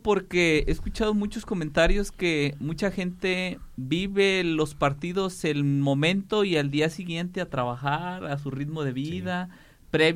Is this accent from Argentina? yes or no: no; Mexico; Así somos